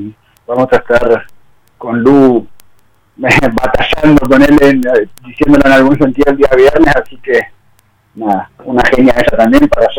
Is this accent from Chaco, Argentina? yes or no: no; Río Gallegos, Santa Cruz, Argentina; moved away as an adult; now in Los Antiguos, Argentina; viviendo acá en la localidad ya hace unos 4 años, 3 años para 4. Yo soy oriundo de Río Gallegos.